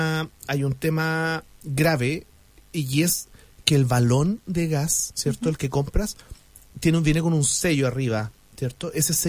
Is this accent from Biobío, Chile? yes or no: yes; Concepción, Biobío, Chile; En mi casa somos todos ex de Concepción y allá no hace tanto calor, pues no hay 40 grados como acá, allá hay 30, 32.